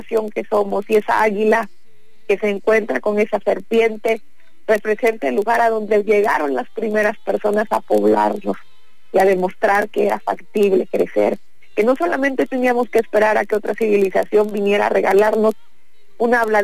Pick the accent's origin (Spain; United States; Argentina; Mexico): Mexico; Somos México, y como mexicanos somos grandes.